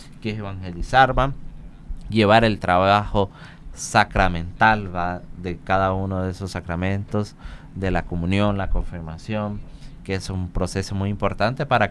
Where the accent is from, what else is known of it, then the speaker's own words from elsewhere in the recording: Talanga, Francisco Morazán, Honduras; cerca de ahí, de mi pueblo, de mi mamá, de Talanga